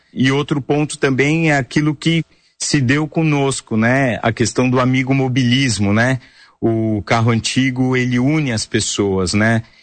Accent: São Paulo, Brazil; minha família é aqui de São Paulo, né? Fui criado aqui em São Paulo.

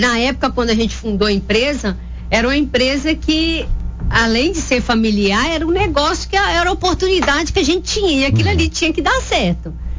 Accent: Coronel Fabriciano, Minas Gerais, Brazil; Sou de Fabriciano, ali do Amaro Lanari.

